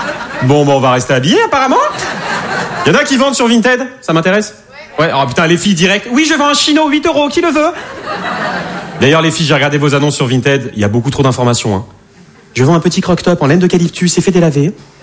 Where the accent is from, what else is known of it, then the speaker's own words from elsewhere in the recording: Arcachon, Nouvelle-Aquitaine, France; Je n'ai rien contre les vieux, je viens du bassin d'Arcachon.